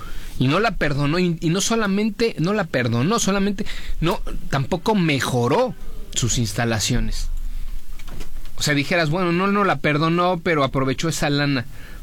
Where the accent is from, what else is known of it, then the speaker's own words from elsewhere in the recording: Mexico; estamos teniendo como mexicanos un gran beneficio